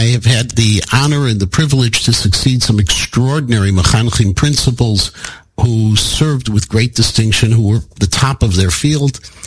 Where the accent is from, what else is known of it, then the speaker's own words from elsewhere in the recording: Chicago, Illinois, United States; I'm a Chicagoan from day one.